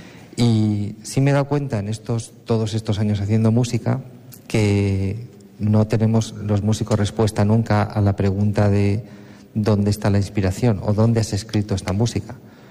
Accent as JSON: {"language": "Spanish", "region": "Cantabria", "country": "Spain", "said": "Como cántabro, para mí mañana"}